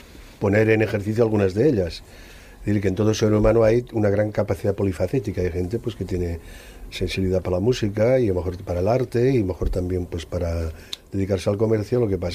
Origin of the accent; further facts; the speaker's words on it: Aragon, Spain; Digamos que soy maño.